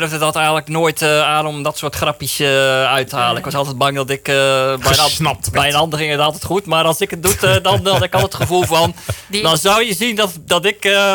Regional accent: South Holland, Netherlands; Onder andere ook over waar ik vandaan kom. Bij het dorp naast Papendrecht.

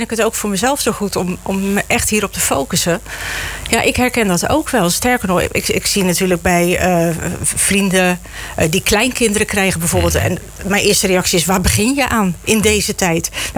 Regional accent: Papendrecht, South Holland, Netherlands; geboren en getogen in Papendrecht.

